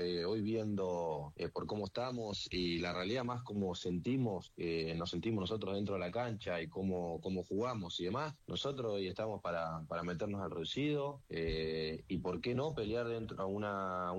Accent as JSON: {"language": "Spanish", "region": "Mendoza", "country": "Argentina", "said": "y nada, como te dije recién, para mí que yo soy mendocino, a mí me encanta que crezcan los equipos mendocinos."}